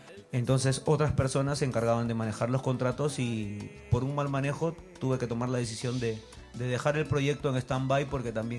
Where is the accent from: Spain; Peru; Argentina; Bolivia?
Peru; La Victoria, Lima; Yo soy de La Victoria.